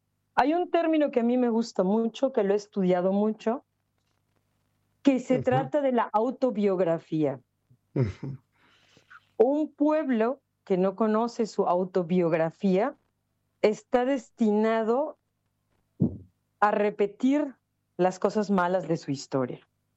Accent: Yucatán, Mexico; yo soy de Yucatán, a mí no me tocó aprender maya, lo cual es muy triste porque me quitaron la oportunidad de aprender una segunda lengua

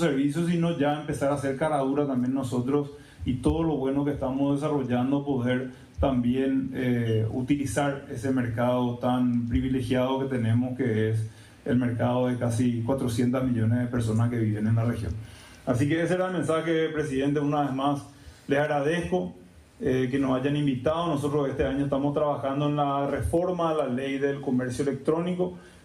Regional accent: Paraguay

